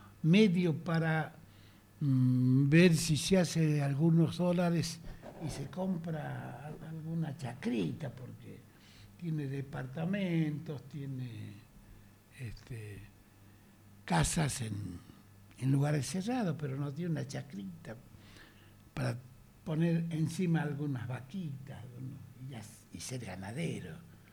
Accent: Argentina; así somos los argentinos.

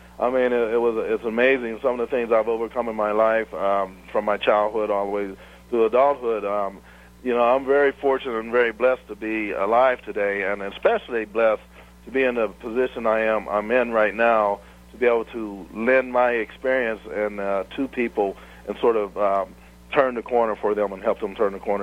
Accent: Uniontown, Pennsylvania, United States; moved away; I grew up in Uniontown, you know, it was a Leave It to Beaver type of community.

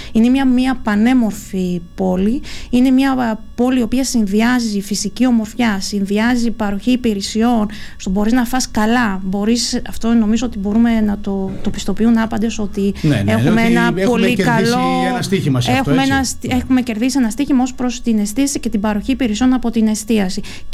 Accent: Greece; Ένα ιδιαίτερο χαρακτηριστικό μας ως Έλληνες

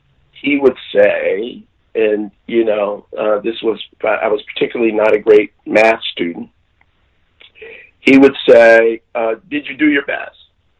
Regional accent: United States; I'm an American.

